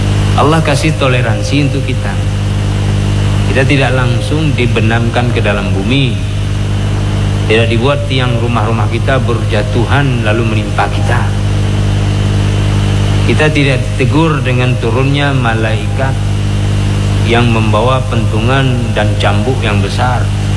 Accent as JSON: {"language": "Indonesian", "region": "Aceh", "country": "Indonesia", "said": "rasa kita orang Aceh"}